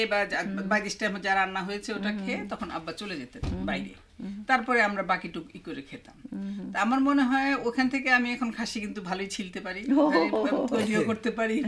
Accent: Dhaka, Dhaka Division, Bangladesh; তো আমাদের পুরনো ঢাকায় আমরা বড় হয়েছি, পুরনো ঢাকা মানে তো বুঝতেই পারো

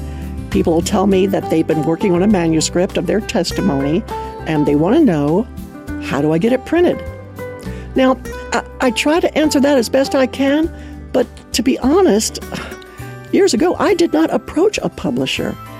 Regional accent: Baltimore, Maryland, United States; my artwork caught the attention of a local TV station in my hometown of Baltimore.

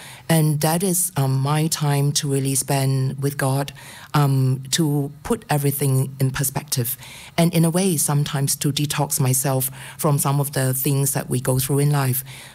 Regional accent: Singapore; moved away as an adult; now in Canberra, Australia; I grew up in Singapore, and I came to Australia in 1990. I pursued a postgraduate degree in economics at in the University of Sydney

